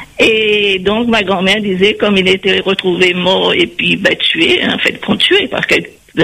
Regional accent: Saint-Denis, Réunion; now in Paris region, France; je suis née à Saint-Cotide, hein, et puis après, bon, ça fait 52 ans que je suis en métropole

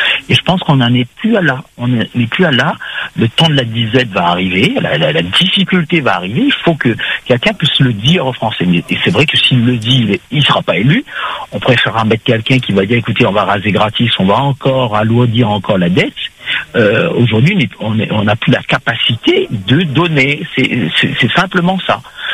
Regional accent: France; on est Français

